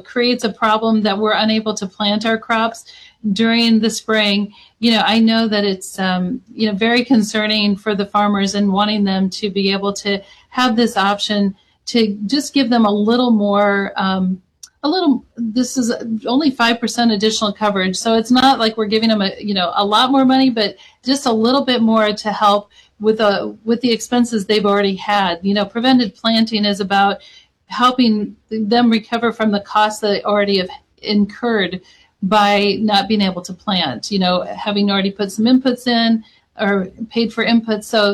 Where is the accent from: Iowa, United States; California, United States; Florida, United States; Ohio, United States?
Iowa, United States; As farmers, and I'm a farmer from Iowa, so I can speak to the farmers in Iowa